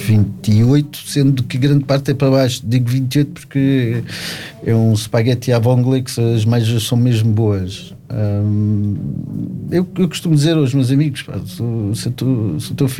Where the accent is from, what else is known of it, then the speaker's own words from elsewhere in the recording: Cascais, Lisbon, Portugal; born there; somos de Cascais, desde pequenino.